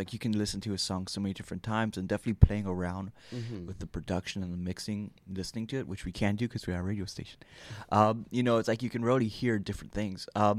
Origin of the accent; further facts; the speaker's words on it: Wisconsin, United States; I am pure Wisconsin.